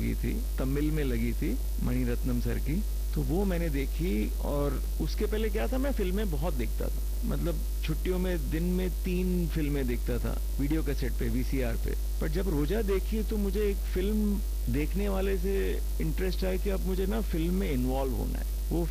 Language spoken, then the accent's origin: Hindi; Mumbai, Maharashtra, India; नहीं, मैं बम्बई का ही हूँ, यहाँ की पैदाइश है